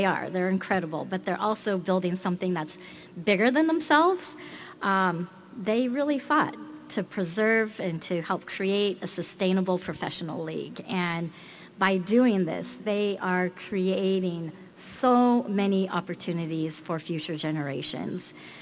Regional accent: Bay Area, California, United States; I also grew up here in the Bay Area

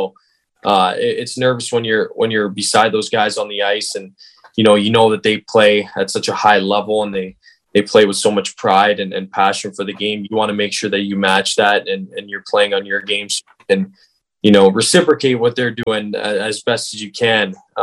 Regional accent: Toronto, Ontario, Canada; Obviously, I was being from Toronto. It's kind of hard not to be a Leafs fan if you're from there, especially, you know, I got a very passionate family fan base for the Leafs.

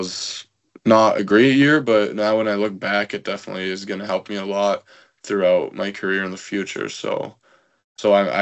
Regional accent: German-speaking Switzerland, Switzerland; born there; English is a second language; But yeah, I was born on the German side. My parents are both German.

